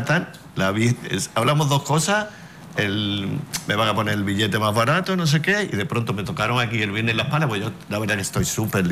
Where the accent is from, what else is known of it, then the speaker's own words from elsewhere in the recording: Cádiz, Andalusia, Spain; Yo soy Ceuta. Yo soy de Cádiz, yo soy Ceuta.